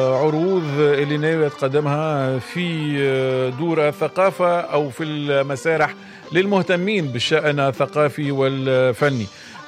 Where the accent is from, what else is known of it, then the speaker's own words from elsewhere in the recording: Tunisia; احنا تونسي